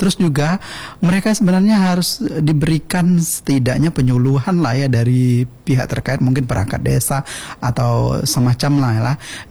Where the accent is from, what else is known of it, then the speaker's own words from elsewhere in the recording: Jambi, Indonesia; desa saya, cepatnya Desa Batu Sawar.